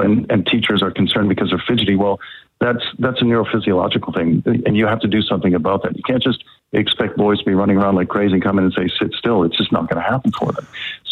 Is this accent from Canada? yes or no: yes; Canada; I am from Canada